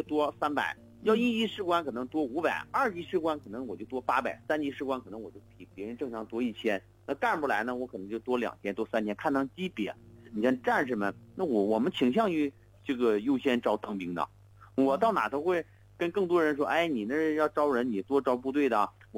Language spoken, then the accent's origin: Chinese; Heilongjiang, China; moved away; 在我的老家，比如说黑龙江